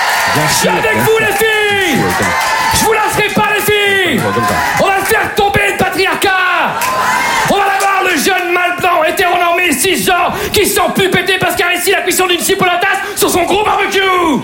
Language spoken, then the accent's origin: French; Hauts-de-France, France; Et je vous rappelle qu'on est du Nord.